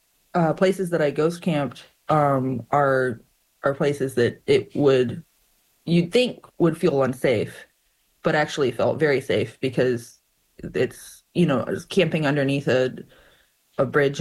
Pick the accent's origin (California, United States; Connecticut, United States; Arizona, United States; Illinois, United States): Arizona, United States; Tucson; now in Athens, Georgia, United States; I grew up in Tucson, Arizona, which is right on the U.S.-Mexico border.